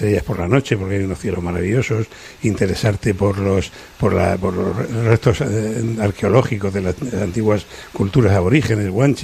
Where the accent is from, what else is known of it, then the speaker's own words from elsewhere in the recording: Region of Murcia, Spain; Llega el verano y os quiero hablar de mi tierra, de Murcia, de la región de Murcia, porque bueno, allí también tenemos un montón de cosas